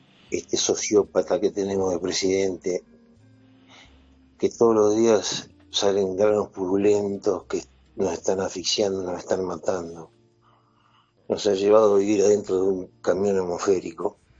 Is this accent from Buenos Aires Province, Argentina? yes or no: yes; Mar del Plata, Buenos Aires Province, Argentina; Yo soy acá de Mar del Plata, no se nota como en Buenos Aires, ¿no?